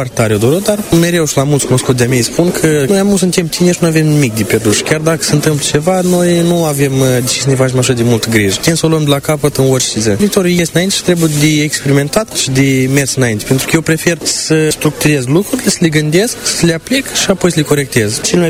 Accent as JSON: {"language": "Romanian", "country": "Italy", "said": "Chiar dacă părinții mei ambii sunt din Republica Moldova și eu sunt din Italia"}